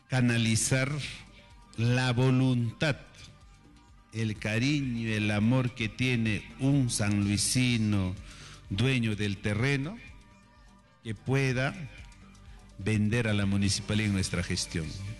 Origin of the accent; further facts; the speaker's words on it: Yauya, Ancash, Peru; Yo vengo del distrito de Yauya, de Maribamba. Yo tenía Yo vengo de una comunidad de Centro Poblado, Tupac Amaru II.